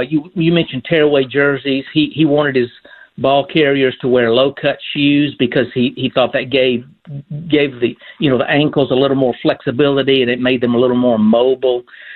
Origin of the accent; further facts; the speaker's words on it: Chattanooga, Tennessee, United States; I grew up in Chattanooga